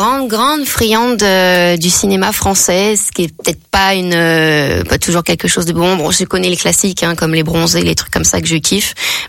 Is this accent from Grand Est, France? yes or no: no; Paris, Île-de-France, France; born there; also born or lived in Côte d'Azur / Marseille / French Guiana; Donc je suis née à Paris en vrai. Je suis revenue sur mes terres, mais sinon je suis partie très tôt sur la Côte d'Azur. J'ai fait un passage à Marseille dans les Bouches-du-Rhône. Ensuite on est parti en Guyane française.